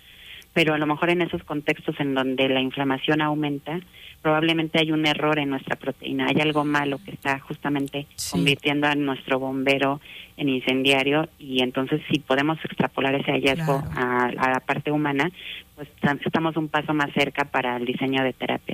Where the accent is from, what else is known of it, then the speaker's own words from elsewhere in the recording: Mexico; siendo mexicanos, trabajando desde México con estudiantes y talento mexicano